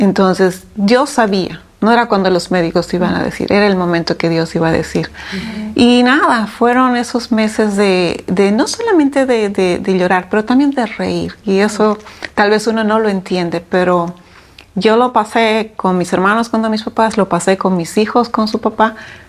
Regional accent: Bolivia; moved away as an adult; now in Dominican Republic; Soy boliviana de origen y ya muchos años acá.

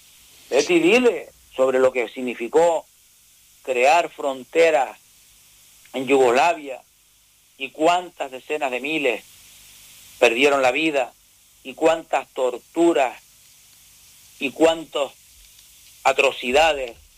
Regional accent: Canary Islands, Spain; si no nos plantamos los canarios en defensa de Ceuta y Melilla

